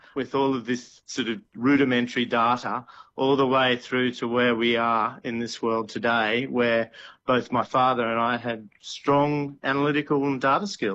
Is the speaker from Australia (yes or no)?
yes; Australia